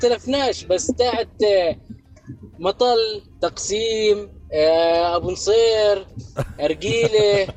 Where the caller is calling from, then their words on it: Zarqa, Zarqa Governorate, Jordan; الشمس اليوم عندنا في الزرقاء